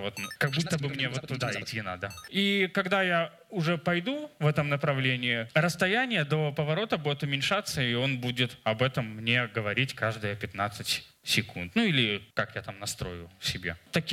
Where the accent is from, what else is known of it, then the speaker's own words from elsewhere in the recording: Minsk, Belarus; это же все-таки Минск, мой родной город, я понимаю, что раз ДДС Малиновка 4, значит, это в мою сторону.